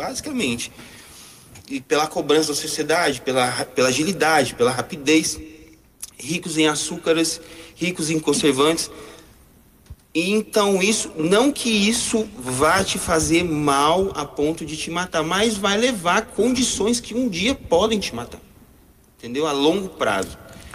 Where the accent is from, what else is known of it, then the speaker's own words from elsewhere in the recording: Rondônia, Brazil; moved away as an adult; eu sou do estado de Rondônia e vim para cá terminar